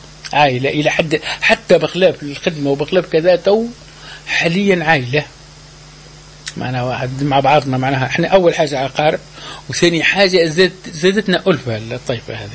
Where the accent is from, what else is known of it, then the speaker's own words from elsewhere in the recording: Tunisia; عندنا في مارس